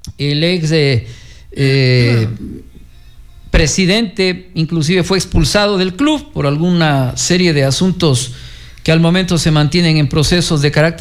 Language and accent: Spanish; Riobamba, Chimborazo, Ecuador